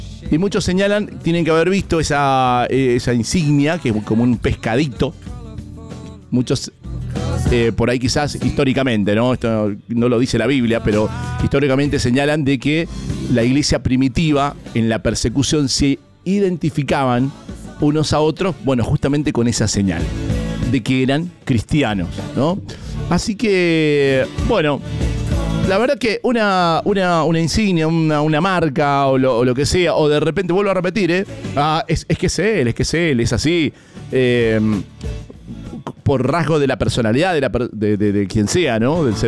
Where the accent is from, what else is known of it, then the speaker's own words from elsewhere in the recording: Argentina; somos argentinos, ¿qué te pasa? Esta es la evidencia, somos pasionales. Está bien, es cierto, hemos nacido acá